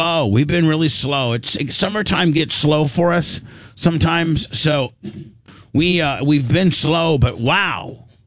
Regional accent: Indiana, United States; And listen, I do know growing up in Indiana, indoctrinated.

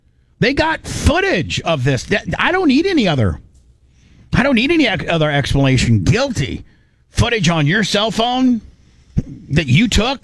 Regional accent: Louisiana, United States; Man, I'm from Louisiana.

